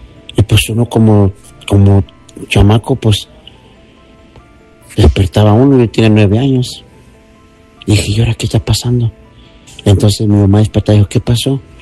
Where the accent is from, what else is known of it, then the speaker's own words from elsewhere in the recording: Apizaco, Tlaxcala, Mexico; Tenía yo 9 años. Ya en Apizaco. Yo soy originario de Apizaco, Cerrito de Guadalupe.